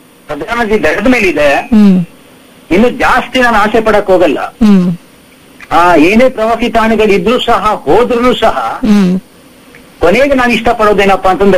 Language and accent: Kannada; Bhadravati, Karnataka, India; ನನ್ನ ಹುಟ್ಟೂರು ಭದ್ರಾವತಿನೇ ಇಷ್ಟ